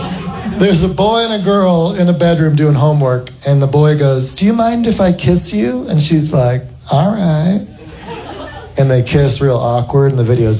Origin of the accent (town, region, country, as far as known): Morgantown, West Virginia, United States; born or raised there